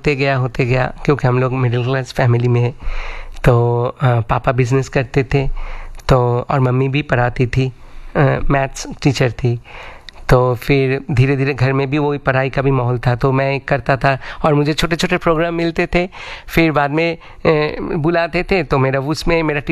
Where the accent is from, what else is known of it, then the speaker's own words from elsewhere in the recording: Kolkata, West Bengal, India; मैं कोलकाता से हूँ, और मेरे जो जगह है बहुत ही संगीतमय जगह है वो आसपास में, क्योंकि मेरे घर के 2-3 बंगला छोड़ के, घर छोड़ के